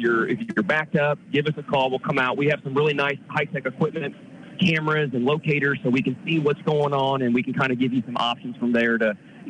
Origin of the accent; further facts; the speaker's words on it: Martinsville, United States; now in Bedford, United States; we're somewhat new to Bedford. We've been here about 2 to 3 years. We're originally from Martinsville.